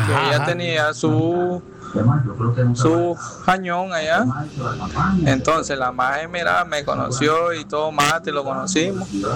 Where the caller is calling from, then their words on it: Nicaragua; como somos nosotros los nicas